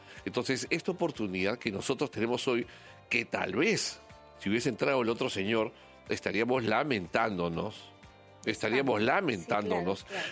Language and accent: Spanish; Peru; Nosotros a veces como peruanos